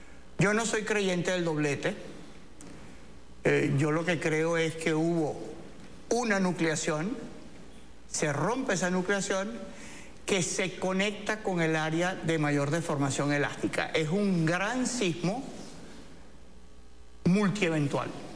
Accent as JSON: {"language": "Spanish", "town": "Cumaná", "region": "Sucre", "country": "Venezuela", "tie": "born or raised there", "said": "recuerden que Venezuela cuenta, mi ciudad natal, es la primera ciudad fundada en Venezuela, es 1515, en la ciudad de Cumaná"}